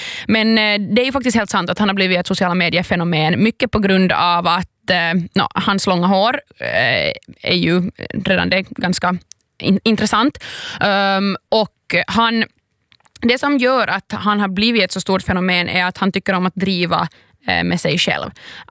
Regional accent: Finland; som finlandssvensk

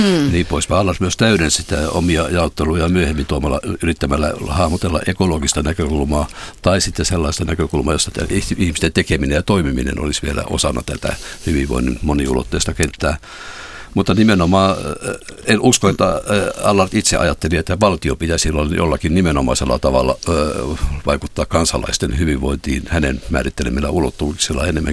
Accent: Mikkeli, South Savo, Finland; Kasvoin Mikkelissä, joka oli varuskuntakaupunki

